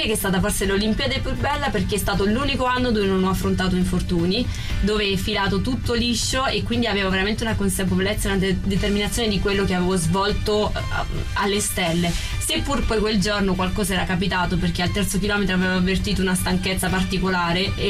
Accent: Mottola, Apulia, Italy; Mottola, provincia di Taranto.

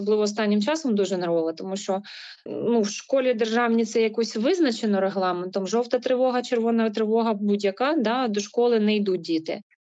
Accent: Kyiv, Ukraine; Це моє рідне місто, це місце, де я народилася, це місце, де пройшло моє дитинство, де я працюю. Тут все рідне.

